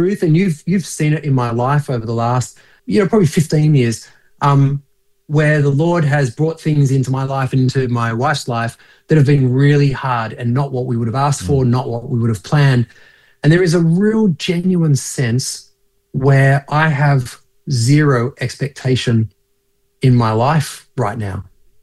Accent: Australia; my song is getting played in Australia, my home country that I love, Aussie Christian radio that I love.

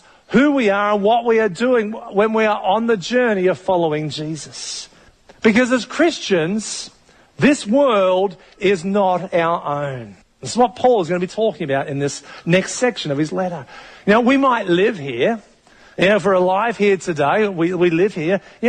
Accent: Melbourne, Victoria, Australia; born there; I was born in Carlton in Melbourne.

